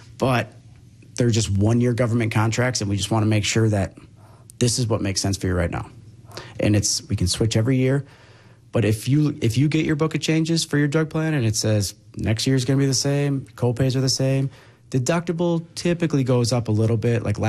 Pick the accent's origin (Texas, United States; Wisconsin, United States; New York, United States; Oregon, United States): Wisconsin, United States; Beaver Dam; growing up in Beaver Dam